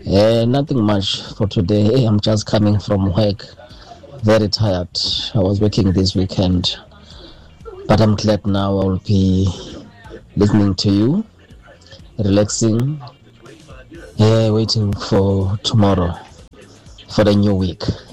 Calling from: Mandeni, KwaZulu-Natal, South Africa; I'm listening to you from Mandeni, Emangete.

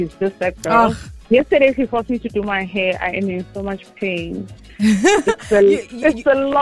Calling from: Durban, KwaZulu-Natal, South Africa; We stay in Durban. Mm-hmm. I'm staying in Morningside.

